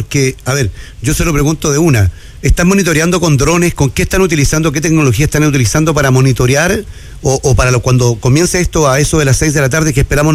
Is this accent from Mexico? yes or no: no; Antofagasta, Chile; yo soy de Antofagasta